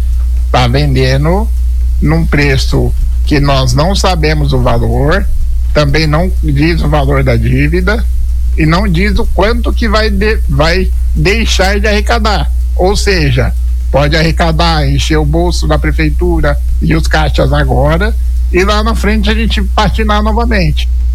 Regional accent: Caraguatatuba, São Paulo, Brazil; é um cidadão caraguatatubense raiz. Eu moro e nasci em Caraguatatuba.

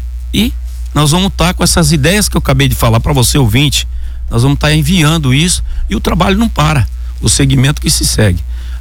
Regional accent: São Sebastião, São Paulo, Brazil; Eu sou sebastianense, eu acompanhei a política pública de São Sebastião

